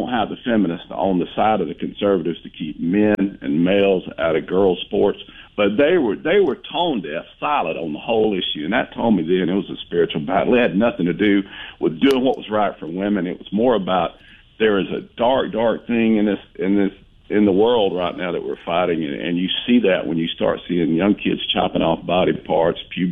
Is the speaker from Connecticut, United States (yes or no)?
no; Fort Rucker, Alabama, United States; most of the people that I grew up with around Fort Rucker, their dads were Vietnam pilots.